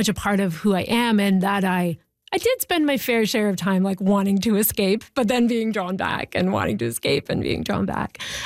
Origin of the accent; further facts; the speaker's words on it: Ontario, Canada; because I grew up in Northern Ontario, but also like rural Northern Ontario in the bush, you know?